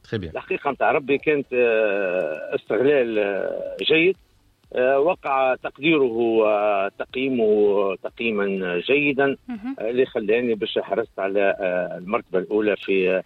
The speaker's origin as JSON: {"language": "Arabic", "country": "Tunisia", "said": "هو أكبر ميتينج عندنا في تونس"}